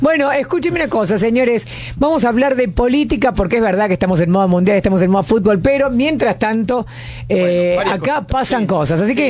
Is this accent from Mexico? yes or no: no; Argentina; obviamente soy argentina